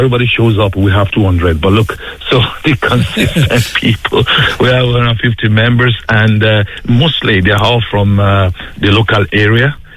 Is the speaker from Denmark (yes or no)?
no; Nigeria; moved away as an adult; now in Ireland; You know, I'm originally from Nigeria, and my wife, she's from Tipperary. I came over to Ireland about 20.